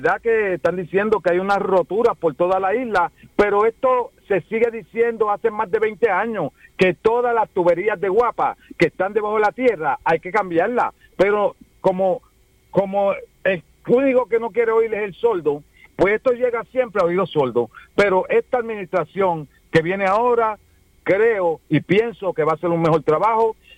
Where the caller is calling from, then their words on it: St. Croix, U.S. Virgin Islands; Ahora mismo el pueblo de Wim, la parte de Wim y Campo Rico, nosotros estamos sufriendo con la tubería de nosotros